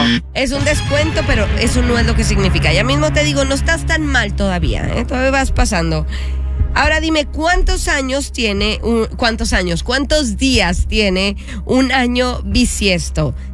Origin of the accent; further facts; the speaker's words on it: Pinar del Río, Cuba; now in Tampa, United States; Yo soy de Pinar del Río, ¿sabía, Rey? No, bobos no somos, ¿eh?